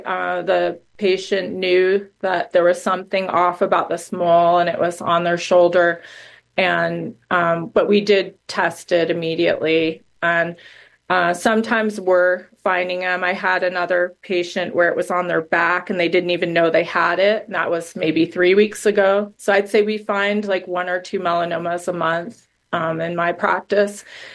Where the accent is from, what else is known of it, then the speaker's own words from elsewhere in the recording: United States; moved away as an adult; now in Utah, United States; I come from New York, New Jersey area.